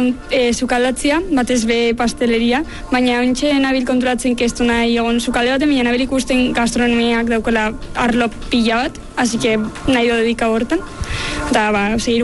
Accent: Arrasate, Basque Country, Spain; Ni Arrasatetik.

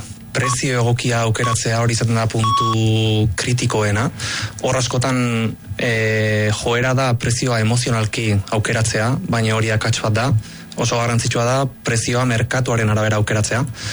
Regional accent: Hernani, Basque Country, Spain; ni Hernaniarra naiz, beti herrian bizitua

